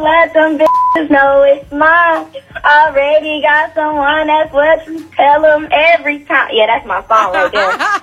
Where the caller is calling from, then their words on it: Raleigh, North Carolina, United States; I'm calling from Raleigh.